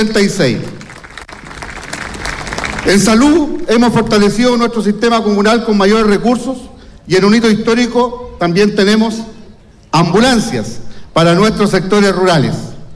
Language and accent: Spanish; Chile; hoy celebramos también nuestra identidad como chilenos.